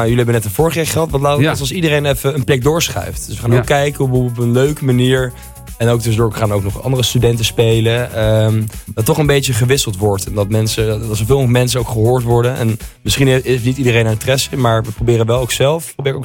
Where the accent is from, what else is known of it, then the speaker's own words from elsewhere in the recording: De Bilt, Utrecht, Netherlands; moved away as an adult; now in Leiden, Netherlands; Utrecht en dan bij de Bild.